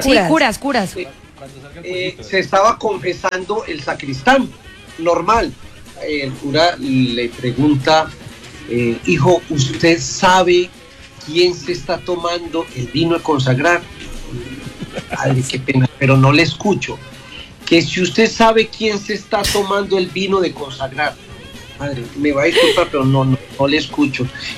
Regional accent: Entrerríos, Antioquia, Colombia; Caramanchuma, ¿Entre Ríos? Que es mi pueblo.

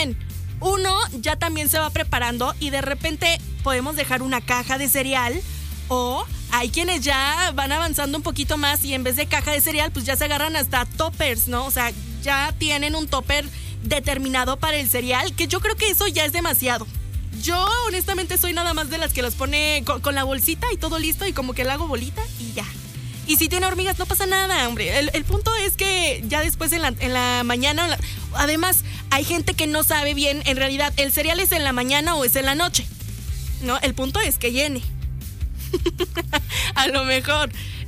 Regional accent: Mexico; la verdad es que yo soy una mexicana tan patriota

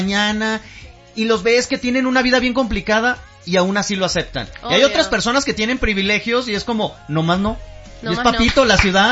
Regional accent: northern Mexico, Mexico; now in Mexico City, Mexico; Yo te lo digo porque yo no soy tampoco de acá. O sea, yo no nací en Ciudad de México.

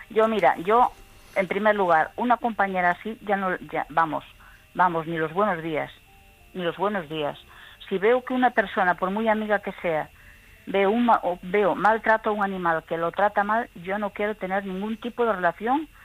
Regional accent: O Grove, Galicia, Spain; que yo soy de Galicia, de La Lanzada, no sé si conoces esta zona, que es muy bonita.

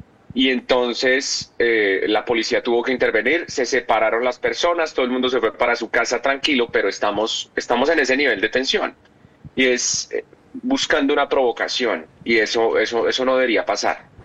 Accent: Colombia

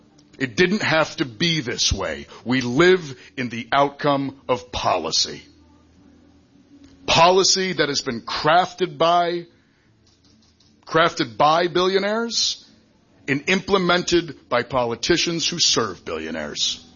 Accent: Blue Hill, Maine, United States; Now, I was born in 1984 in Blue Hill, back when you could do that.

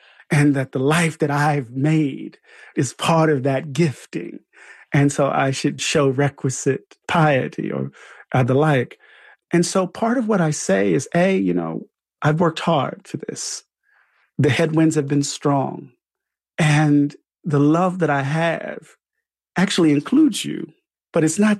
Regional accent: Mississippi, United States; I'm from Mississippi. Jimmy had to make his way to Mississippi.

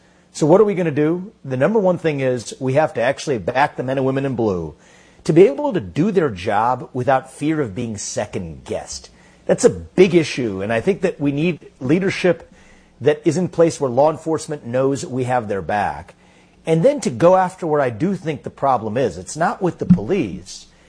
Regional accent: Cincinnati, Ohio, United States; including in places like Trumbull County, including in places like my hometown of Cincinnati

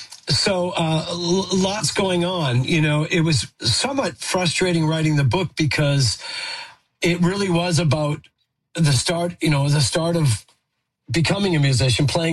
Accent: Saskatchewan, Canada

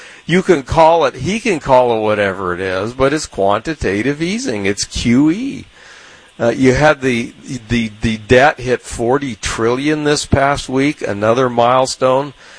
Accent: San Diego, California, United States; Yeah, well, I grew up in San Diego, which obviously is a very sunny place, and spent a lot of time at the beach, body surfing, spent a lot of time fishing.

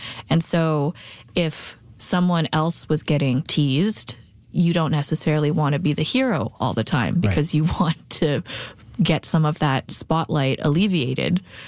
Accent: Saskatoon, Saskatchewan, Canada; growing up in Saskatoon in the early 90s and then early 2000s.

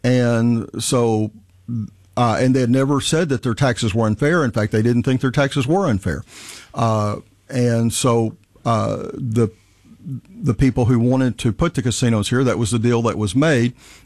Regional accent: Lonsdale, Arkansas, United States; I'm from Lonsdale, just outside of Hot Springs.

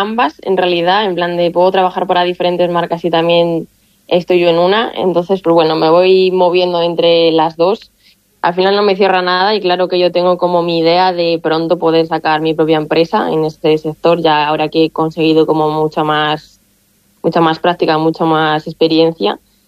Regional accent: Ávila, Castile and León, Spain; moved away; Quiero estar en España, quiero estar en Ávila, porque para algo soy abulense y demás, aunque esté aquí ahora en esta etapa de mi vida.

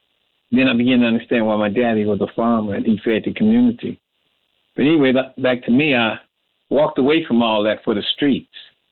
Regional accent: Detroit, Michigan, United States; born and raised in Detroit, two-parent family

